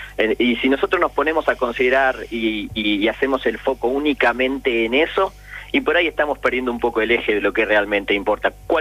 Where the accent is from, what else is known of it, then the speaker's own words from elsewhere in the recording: Argentina; Me parece que ese es uno de los valores más importantes que nosotros en el mes del Mundial como argentinos tenemos que rescatar siempre.